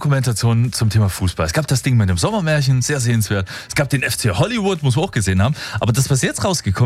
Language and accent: German; East Germany, Germany